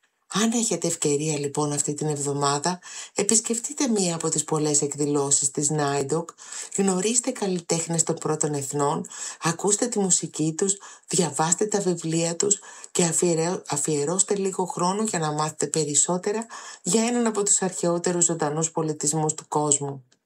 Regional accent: Greece; now in Australia; Ως Ελληνίδα μετανάστρια

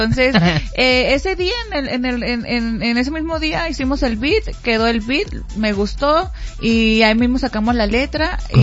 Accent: Mexico; Yo soy así, regional mexicano forever, soy mexicana

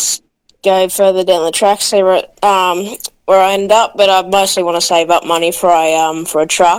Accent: Newcastle, New South Wales, Australia; born there; I was born in Berrisfield, Newcastle

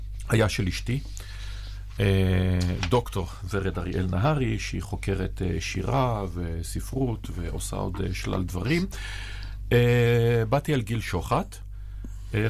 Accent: Haifa, Haifa District, Israel; ואני גדלתי בחיפה, שזה אומנם הכרמל

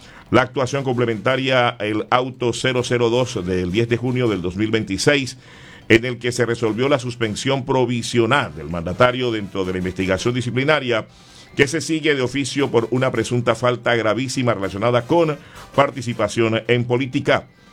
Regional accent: Colombia; 6:33 con Olímpica otra vez en mi país, Colombia.

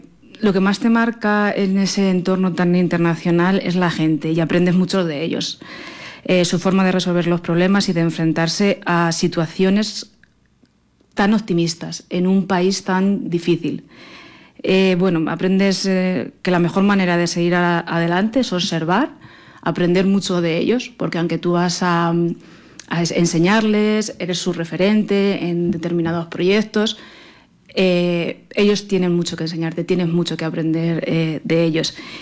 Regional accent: Motilla del Palancar, Castilla-La Mancha, Spain; soy de Motilla. Motilla del Palancar.

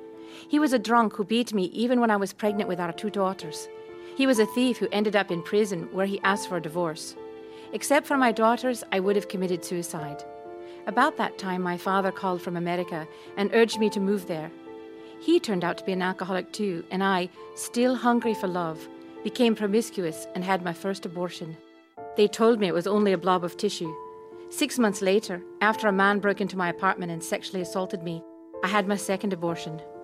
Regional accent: Scotland, United Kingdom; I was born and raised in Scotland. When I was 6, my parents divorced.

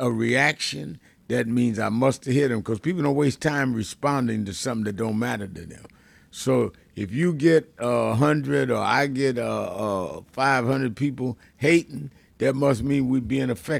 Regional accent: New York, United States; I was born and raised in New York, but my mother would go to Alabama, her hometown where she was born.

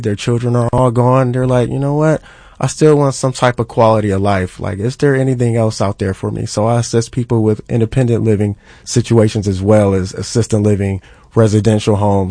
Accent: Akron, Ohio, United States; Yes, I'm from Akron, Ohio. Been out here for about 21 years.

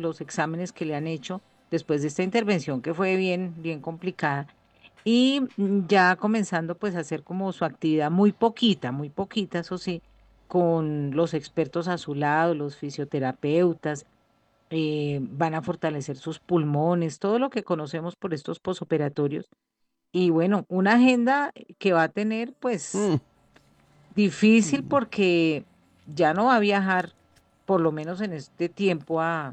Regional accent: Colombia

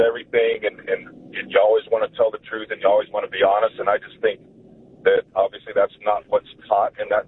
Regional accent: United States; You know, we grew up in the United States.

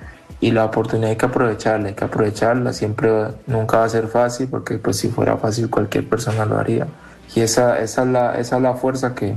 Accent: Colombia; moved away as an adult; now in Russia; nosotros como colombianos

